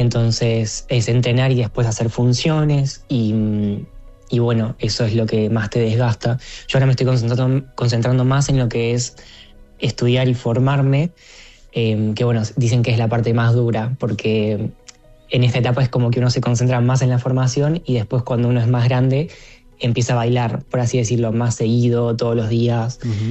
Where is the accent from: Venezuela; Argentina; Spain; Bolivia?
Argentina; Córdoba; en la ciudad de Córdoba, capital, mi ciudad natal.